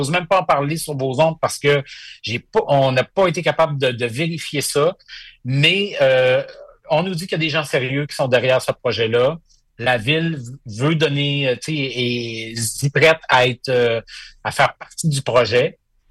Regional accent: Saguenay, Quebec, Canada; Parce que moi, j'ai grandi au Saguenay.

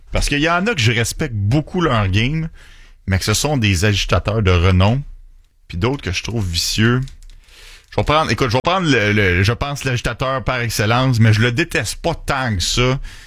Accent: Quebec, Canada; Je suis canadien-québécois, oui

